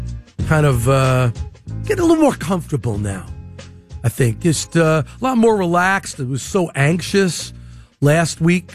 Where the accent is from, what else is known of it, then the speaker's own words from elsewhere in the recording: New York, United States; now in Atlanta, United States; my time growing up in New York